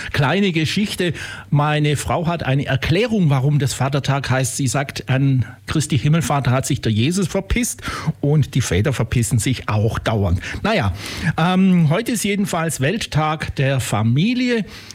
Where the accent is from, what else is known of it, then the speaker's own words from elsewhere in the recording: Herrlingen, Baden-Württemberg, Germany; ich komme aus Herlingen, da war so ein Steinbruch, jetzt ist er nicht mehr